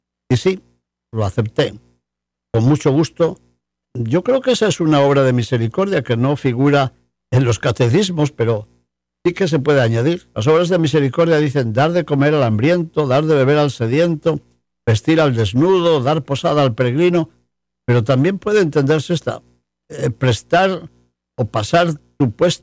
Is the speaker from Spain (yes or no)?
yes; León, Castile and León, Spain; y también tuve la oportunidad para pronunciar en León, mi ciudad natal de León, una conferencia sobre San Isidoro